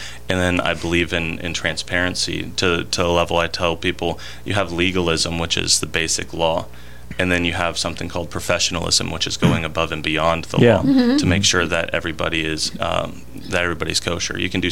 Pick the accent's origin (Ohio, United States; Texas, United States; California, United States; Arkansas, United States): Arkansas, United States; Harrison; born there; my dad's here, my stepmom's here, my family's been from here. I was born here in Harrison, and so I just love this place.